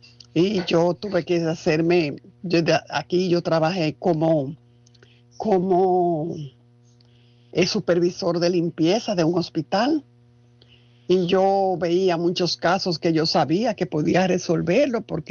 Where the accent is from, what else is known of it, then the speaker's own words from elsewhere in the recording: Dominican Republic; also born or lived in Spain; nuestro país, la República Dominicana